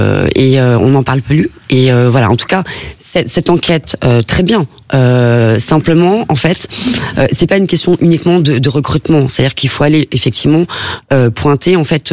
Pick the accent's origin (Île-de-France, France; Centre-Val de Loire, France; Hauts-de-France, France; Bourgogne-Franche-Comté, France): Île-de-France, France; Paris; moi je suis parisienne justement.